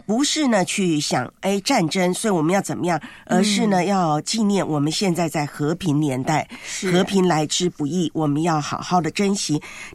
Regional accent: Taiwan; 我记得我在我的老家台湾呢，哎，这个日子呢，我们通常会有一些活动的。

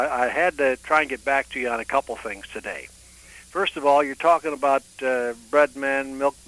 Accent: Cleveland, Ohio, United States; moved away; growing up in Cleveland, Ohio, and there wasn't much that was fun up there

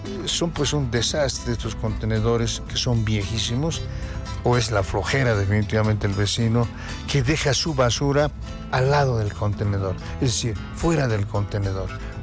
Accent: La Paz, Bolivia; como bolivianos, como paseños, como venianos

